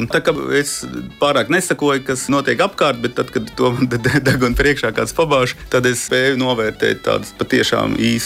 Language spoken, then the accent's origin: Latvian; Latgale, Latvia; born there; now in Riga, Latvia; es esmu īsts īrsiņu latgalietis, es sevi saucu par trimdes latgalieti. Nu, es esmu piedzimis Rīgā, bet, protams, ka man garīgā dzimtene ir visa mana bērnība Latgalē un tagad dzīvu, ko es tur cenšos dzīvot.